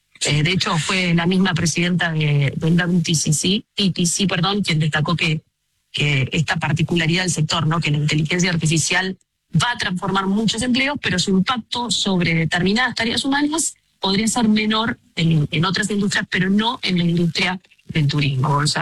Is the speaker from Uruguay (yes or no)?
no; Argentina; en nuestro país, en países como la Argentina, que cuenta con recursos naturales, culturales, gastronómicos, extraordinarios realmente. Vos decís, hola, soy argentina